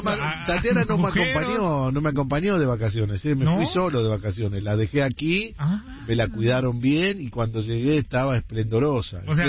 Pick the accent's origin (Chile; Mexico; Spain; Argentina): Argentina; Buenos Aires; moved away; yo no soy de ahí, yo soy de Buenos Aires, soy porteño.